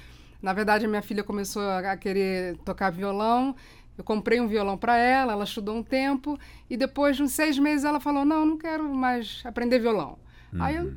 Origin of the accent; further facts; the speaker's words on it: Rio de Janeiro, Brazil; now in Brasília, Brazil; vim para Brasília, sou do Rio de Janeiro